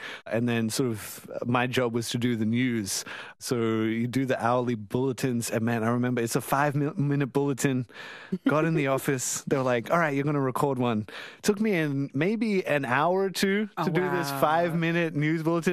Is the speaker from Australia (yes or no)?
yes; Rockhampton, Queensland, Australia; It was always sort of a part of our life growing up in Rocky.